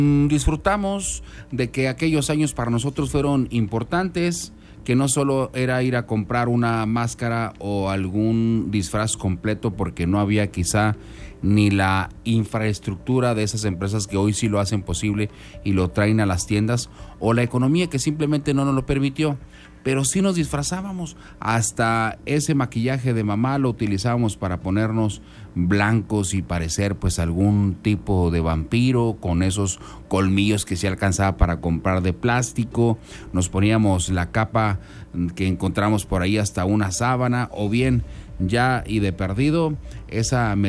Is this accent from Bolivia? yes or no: no; Mexico; todo lo que nosotros como mexicanos celebramos en estas fechas